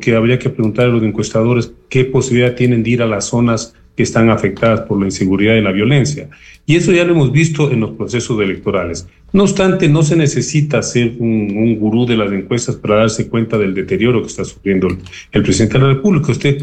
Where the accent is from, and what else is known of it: Ecuador